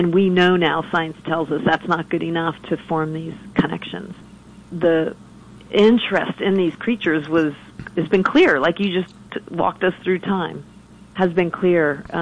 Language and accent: English; Miami, Florida, United States; having the luxury like you did of growing up in Miami, I had the Everglades, the Keys, you know, the beach is at my disposal.